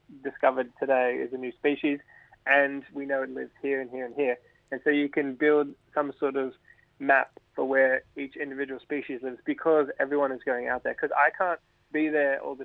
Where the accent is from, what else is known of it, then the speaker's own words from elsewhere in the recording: Sydney, New South Wales, Australia; I grew up in Sydney, so I'm kind of used to the more, I guess, subtropical, tropical kind of regions.